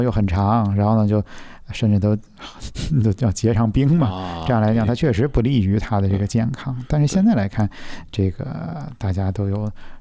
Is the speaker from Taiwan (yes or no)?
no; China; 我们亚洲人，或者说我们中国人